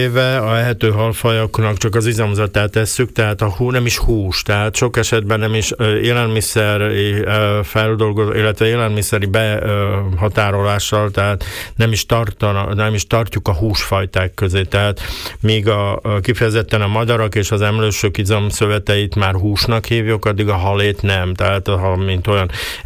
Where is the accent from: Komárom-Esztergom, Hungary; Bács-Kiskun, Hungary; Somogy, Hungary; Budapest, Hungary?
Komárom-Esztergom, Hungary; Komárom; hát én Komáromba alapjába véve pontyon nőttem fel, mint olyan, édesanyám nagyon szerette pontyot, karácsonyra volt pont, szomszédaink jártak, mint horgászok